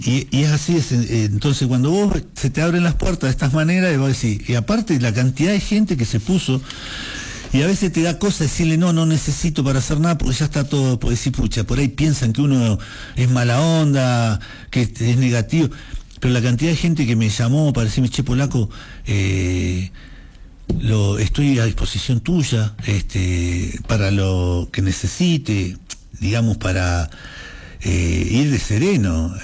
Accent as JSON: {"language": "Spanish", "town": "Junín", "country": "Argentina", "said": "mi pueblo, yo amo Junín"}